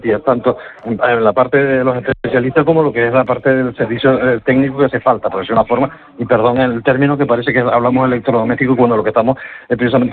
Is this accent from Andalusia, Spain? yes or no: no; Canary Islands, Spain; yo me siento muy canario